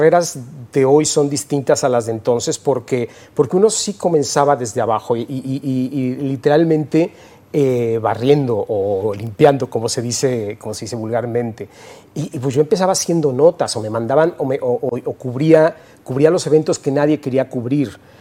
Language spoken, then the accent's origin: Spanish; Mexico; A partir de ya una edad madura, casi toda mi vida viví en México.